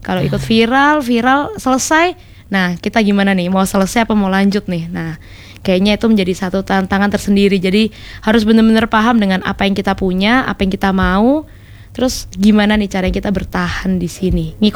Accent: Surabaya, East Java, Indonesia; Jadi saya tetap di identitas saya dari Surabaya, saya bawa tuh Lapis Surabayanya.

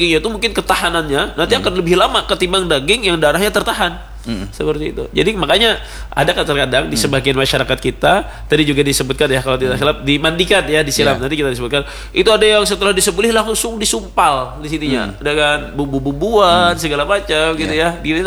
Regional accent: South Kalimantan, Indonesia; karena kita orang Banjar ini banyak memakai ilmu tapaul

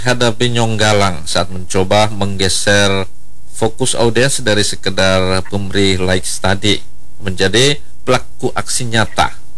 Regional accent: East Nusa Tenggara, Indonesia; orang kita, orang NTT

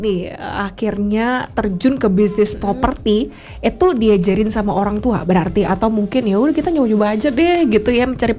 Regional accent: Bali, Indonesia; kita orang Bali

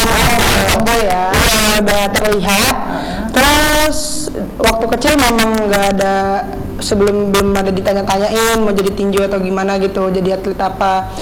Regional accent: Medan, North Sumatra, Indonesia; moved away as an adult; now in Biak, Indonesia; kebetulan saya orang Sumatera Utara Medan.

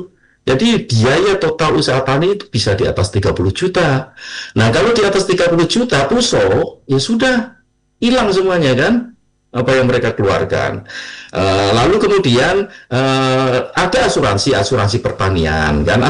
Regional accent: Blora, Central Java, Indonesia; Karena saya berasal dari Blora, Bu Puji. Saya ingat betul ketika musim kemarau, ya pasti harus nyari air lah. Harus berjalan, kadang-kadang berjalan 1-2 kilo untuk nyari air kan, karena Blora wilayah kering.

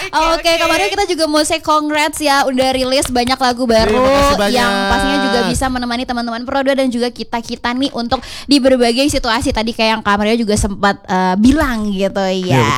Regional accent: West Java, Indonesia; Kita sebagai orang Jawa Barat ya.

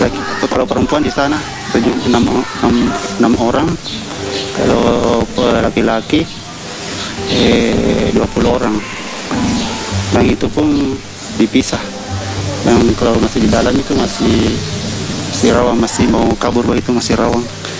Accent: Makassar, South Sulawesi, Indonesia; asal dari Makassar.

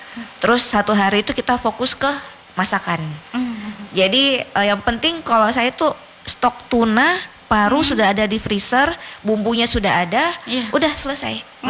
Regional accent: South Sulawesi, Indonesia; Iya, saya Bugis.

